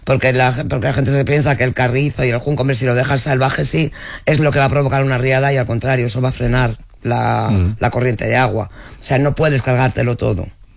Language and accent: Spanish; Castile and León, Spain; mira, no celebramos las batallas perdidas, aunque somos castellanos y celebramos Villalar.